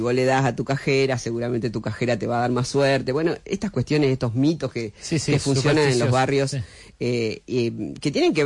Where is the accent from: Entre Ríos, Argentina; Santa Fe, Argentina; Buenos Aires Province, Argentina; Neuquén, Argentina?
Santa Fe, Argentina; yo soy de Santa Fe, provincia de Buenos Aires